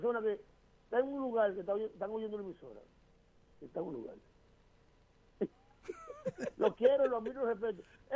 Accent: Dominican Republic; yo soy dominicano y hablo así.

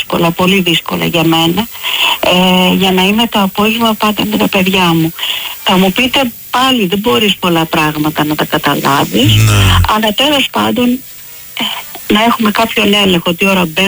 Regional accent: Greece; Σας ακούω και συγκινούμε πάρα πολύ την πατρίδα μου, την Ελλάδα.

